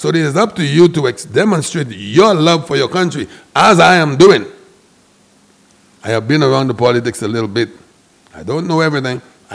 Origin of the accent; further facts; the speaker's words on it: Castries, St. Lucia; You're talking to a brother that grew up in this city, that knows this country.